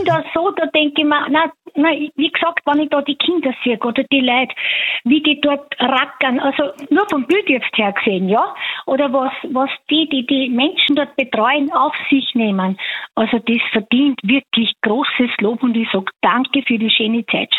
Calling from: Upper Austria, Austria; Ich bin aus Bichl bei Wels.

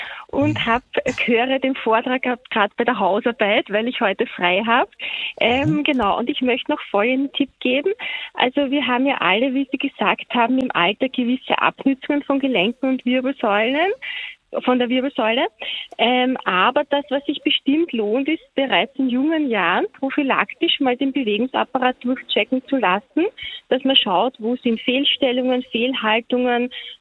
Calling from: Mödling, Lower Austria, Austria; ich bin aus Mödling in Niederösterreich.

